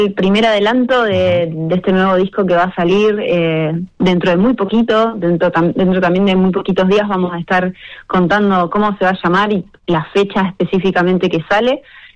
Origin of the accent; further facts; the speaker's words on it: Rosario, Santa Fe, Argentina; con Pablo somos acá compatriotas rosarinos.